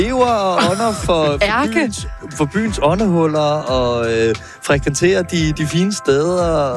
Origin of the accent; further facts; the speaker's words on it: Funen, Region of Southern Denmark, Denmark; jeg er jo stolt fynbo selv